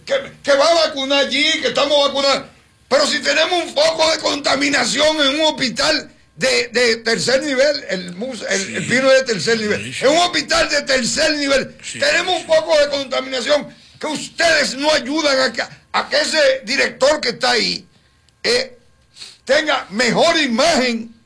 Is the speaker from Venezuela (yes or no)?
no; San Pedro de Macorís, Dominican Republic; yo todavía lo defiendo y hablo mentira fuera de aquí para hablar de mi pueblo